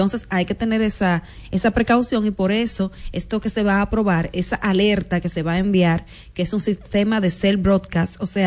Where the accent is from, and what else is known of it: Dominican Republic